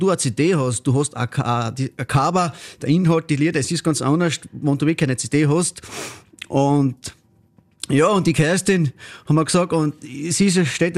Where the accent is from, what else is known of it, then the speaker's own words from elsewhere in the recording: Obdach, Styria, Austria; wir kommen aus Obdach, aus dem steirischen Zirnland.